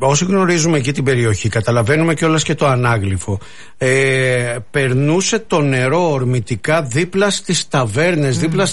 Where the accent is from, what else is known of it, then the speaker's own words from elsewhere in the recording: Mani, Peloponnese, Greece; Εκεί στα μέρη μου